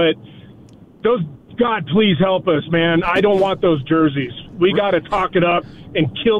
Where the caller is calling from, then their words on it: Denver, Colorado, United States; I live in Denver